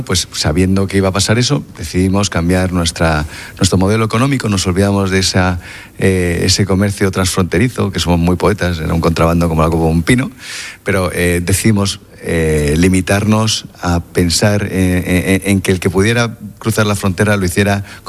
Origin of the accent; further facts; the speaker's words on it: Madrid, Community of Madrid, Spain; now in Ceuta, Spain; Es verdad que yo soy madrileño, que llevo 25 años aquí, pero yo soy caballa.